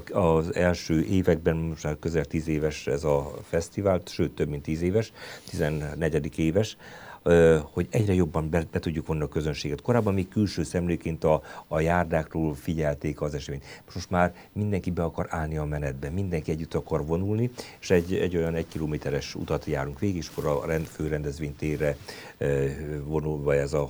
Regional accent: Nyírcsaholy, Szabolcs-Szatmár-Bereg, Hungary; azóta is szolgálom a szülőfalumban, illetve a lakóhelyem is, Mátészalkai Nyírcsaholyban lakom

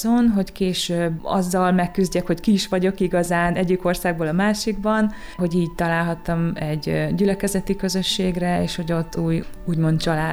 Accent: Transylvania, Romania; ugye Erdélyből származom

